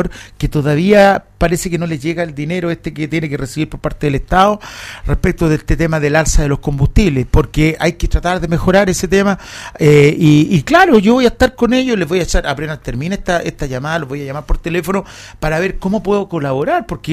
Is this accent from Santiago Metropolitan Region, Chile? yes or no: no; Los Andes Province, Valparaíso, Chile; Yo soy andino